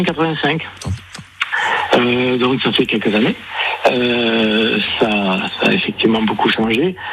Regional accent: Pau, France; je venais de ma campagne du Gers, de Pau, et j'arrivais à Toulouse.

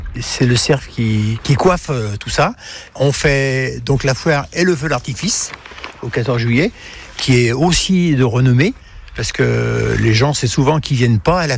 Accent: Bossieux, France; born there; Je suis pas né à Faramand, je suis né à Bossieux, donc un petit village pas bien loin.

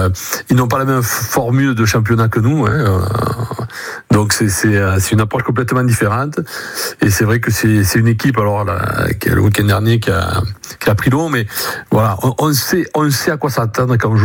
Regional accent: Toulouse, Occitanie, France; Je suis toulousain.

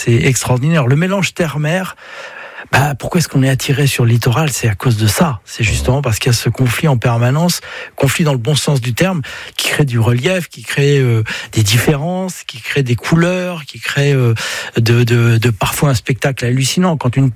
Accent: Brittany, France; Ah, oui, alors je vais pas être objectif parce qu'on a vu à travers mon père, je suis breton et puis je le ressens profondément. Donc

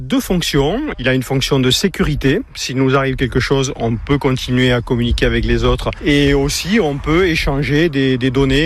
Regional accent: Bayonne, Nouvelle-Aquitaine, France; j'ai 67 ans et je suis de Bayonne.

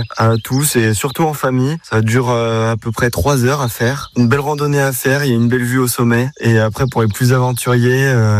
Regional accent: Le Puy-en-Velay, Auvergne-Rhône-Alpes, France; je viens du Puy-en-Velay.

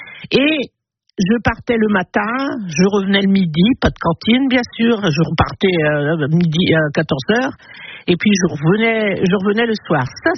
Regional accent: Catenières, Hauts-de-France, France; born or raised there; also born or lived in Denain

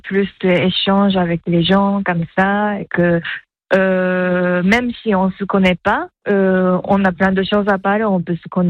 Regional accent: Nagano, Japan; French is a second language; moved away as an adult; now in Limoges, France; je viens de Japon. Donc, la ville est de Nagano, donc je viens de Nagano.

